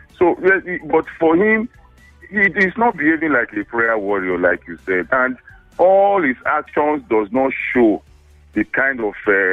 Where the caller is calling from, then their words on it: Edo, Nigeria; I am from Edo State